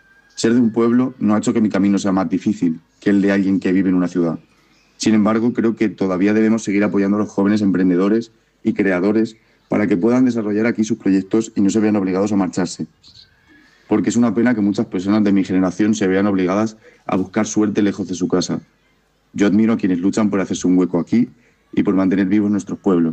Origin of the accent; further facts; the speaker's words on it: Villarta, Spain; Soy de Villarta y estoy convencido de que mi forma de crear tiene mucho que ver con el lugar del que vengo. He crecido rodeado de gente humilde, trabajadora y artesana.